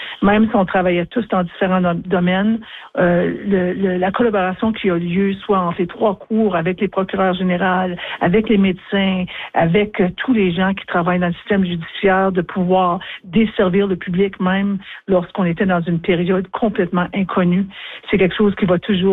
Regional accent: Timmins, Ontario, Canada; moved away as an adult; now in Ottawa, Canada; je suis native du nord de l'Ontario. J'ai vécu toute ma vie à Timmins, qui est quand même pas trop loin de North Bay. Et puis ensuite, j'ai quitté pour l'Université d'Ottawa pour faire mes études et ensuite travailler à Ottawa.

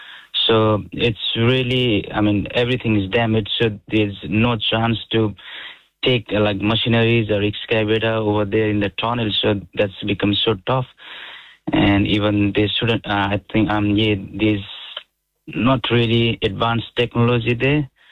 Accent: Nepal; Are you talking about Nepal flood? And I'm from Nepal

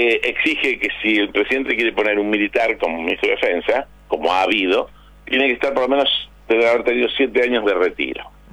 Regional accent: Argentina; como veterano y como argentino

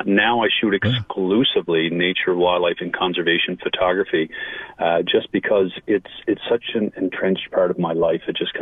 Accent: Newfoundland and Labrador, Canada; especially as a Newfoundlander and Labradorian and being exposed to the coast so much

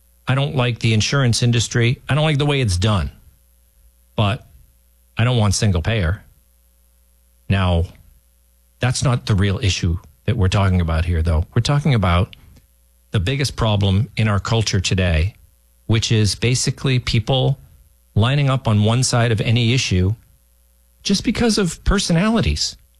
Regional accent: New England, United States; My parents were Democrats. We're Catholic. We're from New England.

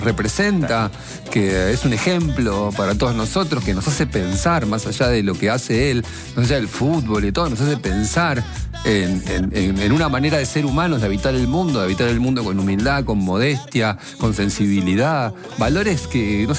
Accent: Argentina; somos Argentina, porque somos felices, estamos felices de ser Argentina

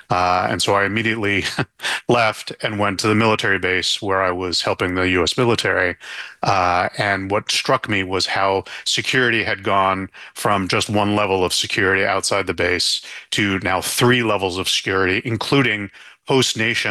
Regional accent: United States; moved away; clearly I'm an American

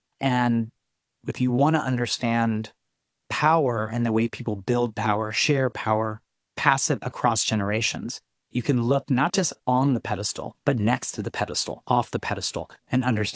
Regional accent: Philadelphia, Pennsylvania, United States; I'm born and raised in Philadelphia.

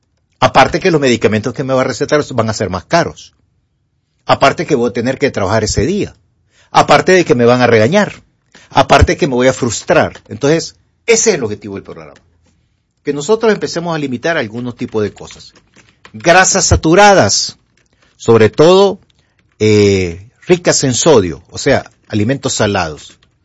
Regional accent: La Trinidad, Comayagua, Honduras; Que soy de allá de la Trinidad, Comayagua, donde nos está viendo Rosibel Báires, junto a su mamá, Natito, y allá no hay pulperías fuertes.

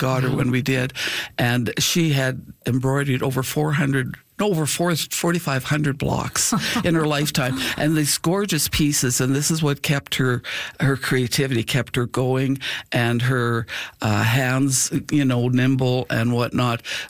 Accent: Rose Valley, Saskatchewan, Canada; So the story originated at Arose Valley, which is my hometown

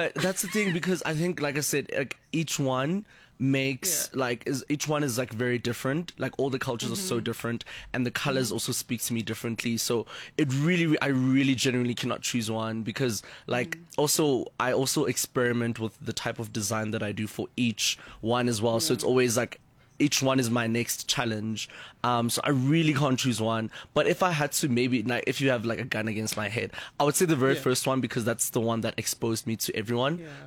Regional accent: South Africa; I'm authentically South African.

